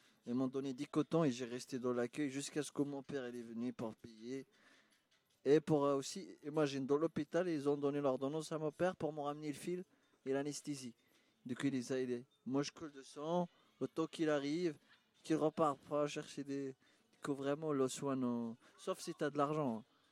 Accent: Agadir, Souss-Massa, Morocco; now in Dunkirk, France; je viens du Maroc, du sud du Maroc, Agadir exactement.

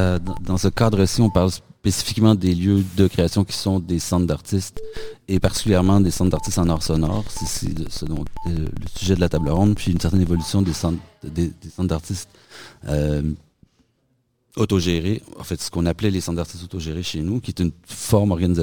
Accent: Montreal, Quebec, Canada; Figurez-vous donc, je suis Montréalais d'origine, okay. Québécois d'origine, donc en séjour à Nantes

